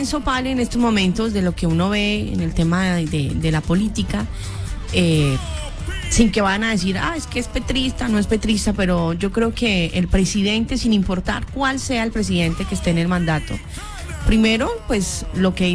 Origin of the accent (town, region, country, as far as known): Colombia